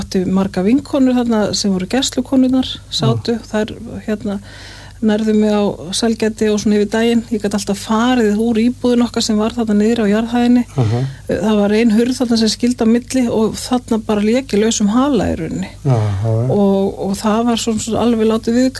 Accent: Reykjavík, Capital Region, Iceland; Já, ég ólst upp í Vesturbænum

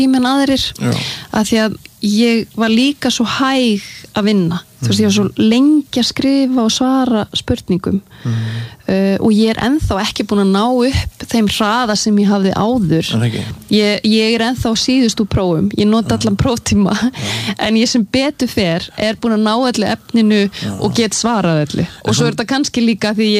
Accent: Sweden; born or raised there

